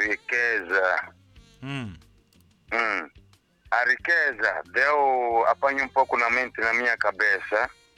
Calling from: Nampula, Mozambique; falo de Nampula, bairro Mareira.

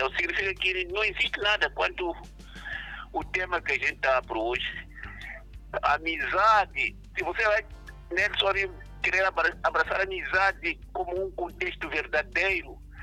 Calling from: Gaza, Mozambique; eu sou de Gaza.

